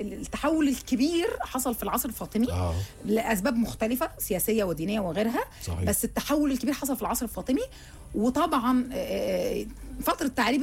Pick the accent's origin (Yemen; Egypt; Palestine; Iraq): Egypt